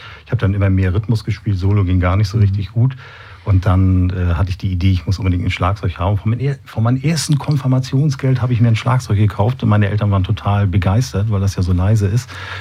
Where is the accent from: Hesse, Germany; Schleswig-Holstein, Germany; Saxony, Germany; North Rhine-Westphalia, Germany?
Schleswig-Holstein, Germany; Neumünster; Und ich selber, ja, wie auch der Michael, auch aus Neumünster, bin fast so alt, ein bisschen älter mit meinen 58 Jahren